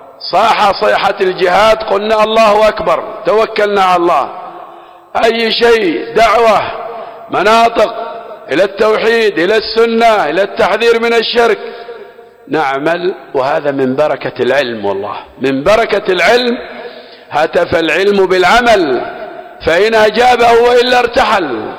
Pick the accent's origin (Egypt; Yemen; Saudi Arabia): Yemen; Aden